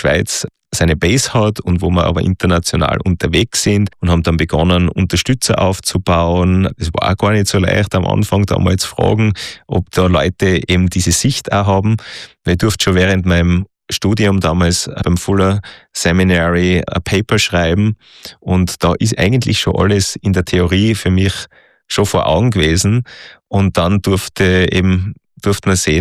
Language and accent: German; Austria; großer Krieg, also bei uns in Österreich, vor allem zwischen die zwei Verbände.